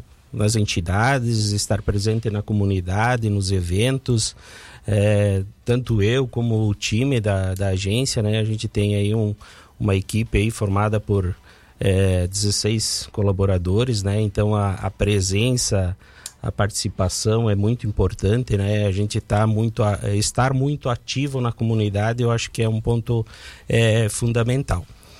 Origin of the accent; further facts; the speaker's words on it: Aratiba, Rio Grande do Sul, Brazil; born there; also born or lived in Santa Catarina; now in Erechim, Brazil; Eu sou gaúcho. Eu sou nascido aí em Aratiba, no Rio Grande do Sul.